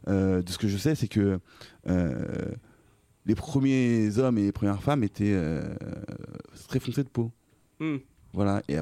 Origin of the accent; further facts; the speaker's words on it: France; Oui, ça va. Je suis français aussi, donc ça va.